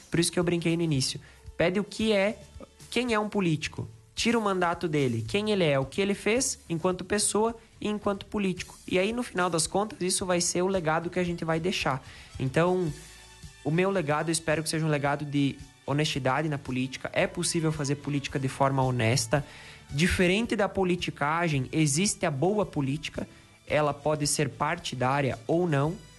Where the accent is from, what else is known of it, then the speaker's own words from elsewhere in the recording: Chapecó, Santa Catarina, Brazil; Eu nasci e cresci em Chapecó